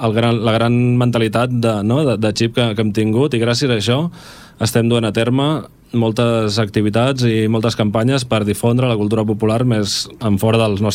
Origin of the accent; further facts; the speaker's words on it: Esplugues de Llobregat, Catalonia, Spain; sóc d'Esplugues, no? Em sento espluguí i m'ho sento molt meu